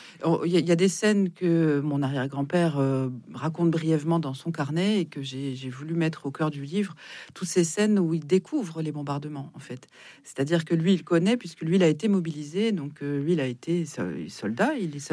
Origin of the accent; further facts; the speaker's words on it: Épinal, Grand Est, France; C'est ma ville natale. Donc je me permets de dire qu'elle est un peu moche.